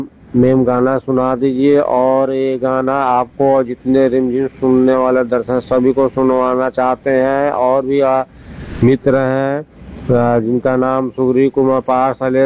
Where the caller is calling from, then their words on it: Karbala, Karbala Governorate, Iraq; मैं Karbala refinery Iraq से बात कर रहे हैं